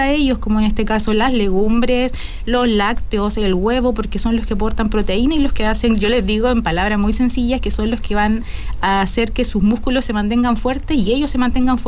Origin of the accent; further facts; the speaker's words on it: Chile